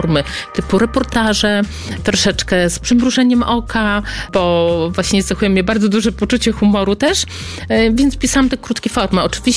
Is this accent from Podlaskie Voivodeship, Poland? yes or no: yes; Podlaskie Voivodeship, Poland; moved away as an adult; now in Brussels, Belgium; Ja pochodzę z Podlasia. Jest to no tak piękna kraina